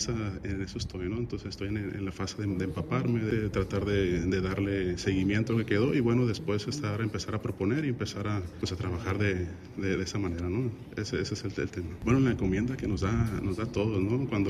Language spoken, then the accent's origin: Spanish; Los Mochis, Sinaloa, Mexico; yo soy de Los Mochis, nacido, aquí es mi familia, oriundo